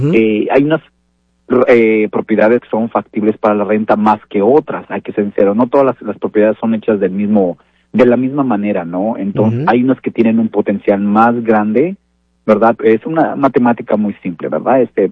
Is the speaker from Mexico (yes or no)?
yes; Mexico; parece que me vengo a retirar, soy mexicano, pero quiero retirarme aquí